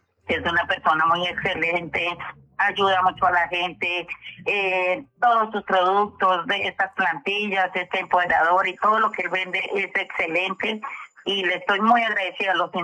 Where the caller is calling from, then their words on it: Casabianca, Tolima, Colombia; Habla con … acá de Casabianca, Tolima.